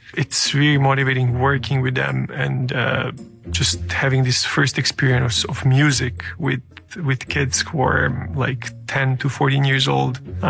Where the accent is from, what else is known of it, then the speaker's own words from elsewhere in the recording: Serbia; now in Boston, United States; I'm originally from Serbia. Now I'm Boston-based artist, teacher, and professional musician.